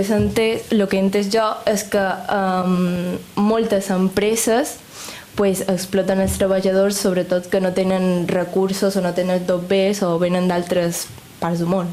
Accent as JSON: {"language": "Catalan", "country": "Uruguay", "lives_now": "Spain", "said": "jo som d'Uruguai i bueno, d'aquí, però la meva família és de Sud-amèrica"}